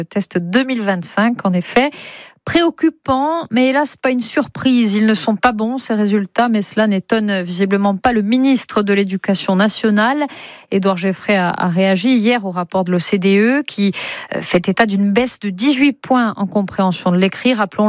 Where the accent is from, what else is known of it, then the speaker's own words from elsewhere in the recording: Corsica, France; chez nous, en Corse